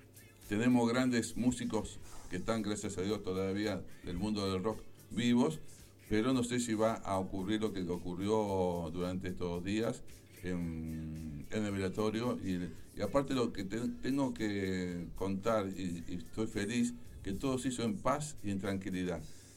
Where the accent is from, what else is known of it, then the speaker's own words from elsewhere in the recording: Argentina; vivimos como argentinos una situación muy sensible